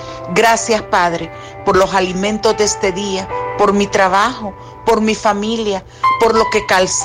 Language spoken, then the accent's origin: Spanish; El Salvador; puedo vivir confiado en mi país